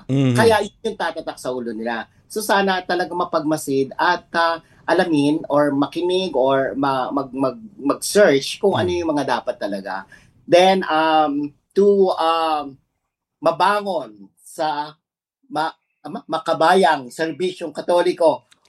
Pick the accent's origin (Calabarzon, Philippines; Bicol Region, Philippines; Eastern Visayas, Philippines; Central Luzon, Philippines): Calabarzon, Philippines; Lemery; Taga Lemery, Batangas po.